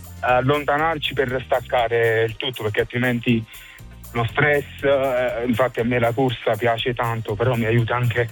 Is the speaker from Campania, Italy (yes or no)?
yes; Nocera, Campania, Italy; born there; Io in questo momento sto a Nocera, sto al mio paese